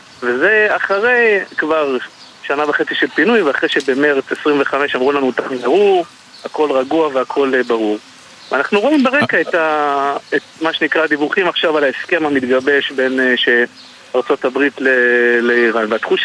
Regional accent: Kiryat Shmona, Northern District, Israel; also born or lived in Herzliya, Israel; אני גדלתי ונולדתי וגדלתי בקריית שמונה, יצאתי החוצה, גרתי 10 שנים בהרצליה במרכז, למדתי, התפתחתי

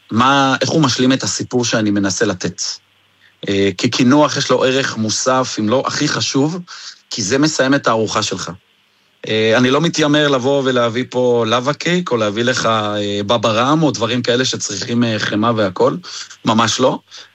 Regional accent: Jerusalem, Jerusalem District, Israel; אנחנו ירושלמים

